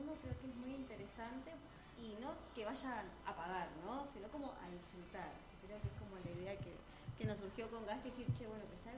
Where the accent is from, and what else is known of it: Argentina